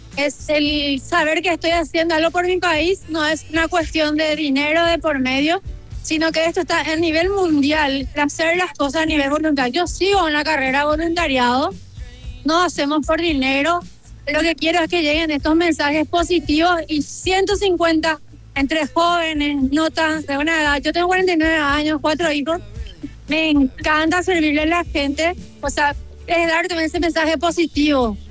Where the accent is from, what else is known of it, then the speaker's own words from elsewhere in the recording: Cordillera, Paraguay; vengo del departamento de Cordillera, soy voluntaria de la Secretaría Nacional de la Juventud